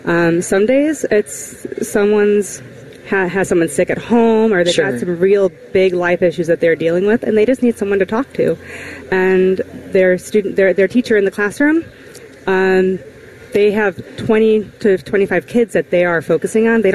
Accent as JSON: {"language": "English", "town": "Bolingbrook", "region": "Illinois", "country": "United States", "tie": "born or raised there", "said": "I grew up in Will County. So I'm okay. originally from Bolingbrook, Illinois."}